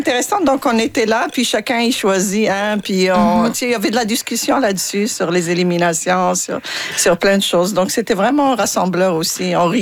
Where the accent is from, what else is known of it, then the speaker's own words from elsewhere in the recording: Morocco; c'est sûr qu'on a double culture aussi, quand on est marocain